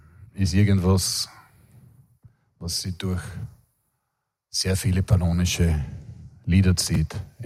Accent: Güssing, Burgenland, Austria; Ein Lied, das kommt aus meiner Heimat Güssing

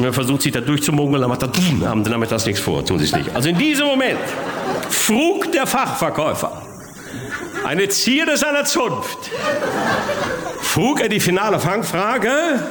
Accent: Bochum, North Rhine-Westphalia, Germany

